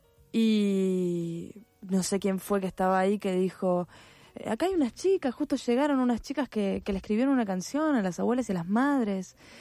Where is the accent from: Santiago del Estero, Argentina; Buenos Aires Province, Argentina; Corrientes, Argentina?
Buenos Aires Province, Argentina; Cañuelas; yo soy de Cañuelas, que es un pueblo... Yo creo que es chico, sí, para ustedes que son más porteños es súper chico.